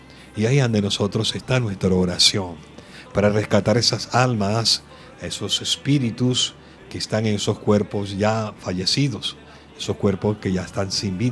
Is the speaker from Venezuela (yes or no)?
yes; Venezuela; en todo mi pueblo, en toda mi hermosa patria venezolana